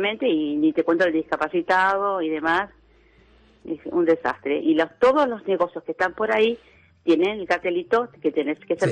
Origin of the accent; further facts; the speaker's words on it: Buenos Aires, Argentina; soy de La Paternal.